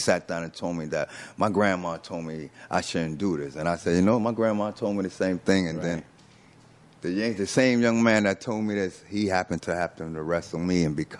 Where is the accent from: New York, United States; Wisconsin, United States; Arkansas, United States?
New York, United States; You know, and I grew up in the five boroughs. Like I said, I grew up in Queensbridge, you know, and Queensbridge is one of the largest housing projects in the world.